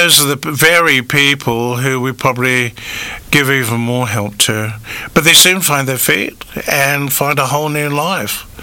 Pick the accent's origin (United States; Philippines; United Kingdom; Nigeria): United Kingdom; now in Australia; I have. Yep. Yes, I have indeed. I'm proudly British.